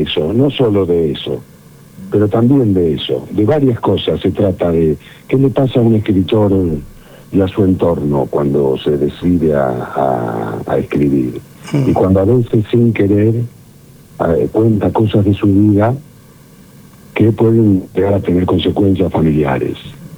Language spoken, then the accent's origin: Spanish; Rosario, Santa Fe, Argentina; yo soy rosarino, estrenado en Rosario